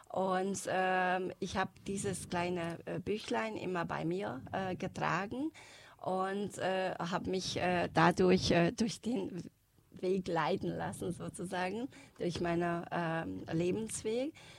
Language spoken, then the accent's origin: German; Pilisszentiván, Pest, Hungary; Ich stamme aus Pilisztendivan, aus St. Ivan bei Ofen, eine ungarn-deutsche Gemeinde in der Ofener Bergland.